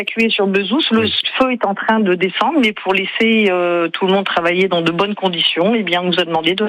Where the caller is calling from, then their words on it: Cabrières, Occitanie, France; moi, je suis sur Cabrières, sur la descente du village, juste au-dessus de Saint-Gervais.